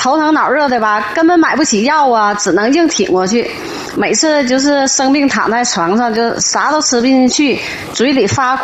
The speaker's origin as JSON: {"language": "Chinese", "town": "Dalian", "region": "Liaoning", "country": "China", "tie": "born or raised there", "said": "我吧62了，今年老家是那个大连的，打小就在海边长大呀，然后小时候身体弱，家里那个条件也不好"}